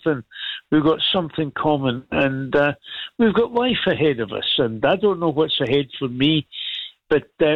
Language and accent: English; Barrhead, Scotland, United Kingdom; born or raised there